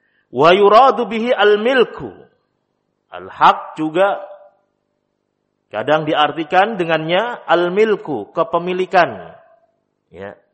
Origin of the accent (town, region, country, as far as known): Java, Indonesia